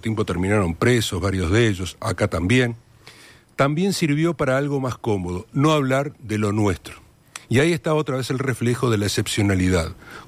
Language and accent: Spanish; Uruguay